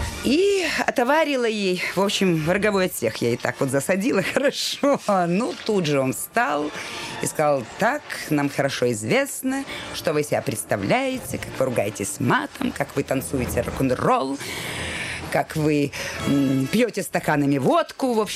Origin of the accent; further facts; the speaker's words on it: Kyiv, Ukraine; а я киевлянка.